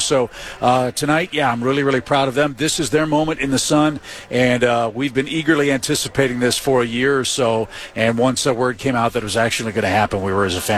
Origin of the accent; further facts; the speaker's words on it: St. Louis, Missouri, United States; And raised there. Yeah. All of us were.